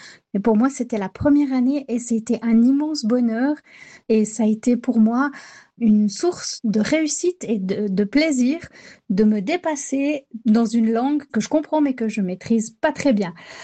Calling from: Fribourg, Switzerland; de Fribourg. Je fais partie des patoisans de la Sarine

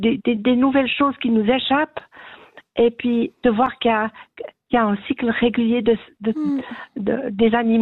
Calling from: Aigle, Vaud, Switzerland; J'habite à Aigle

